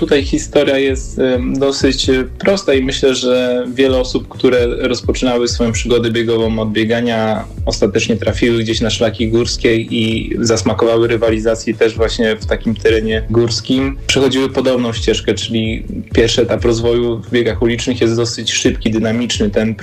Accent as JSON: {"language": "Polish", "area": "Jelenia Góra Valley", "region": "Lower Silesian Voivodeship", "country": "Poland", "tie": "born or raised there", "said": "pochodzę z Kotliny Jeleniogórskiej, wiele czasu spędziłem po prostu w takim środowisku górskim"}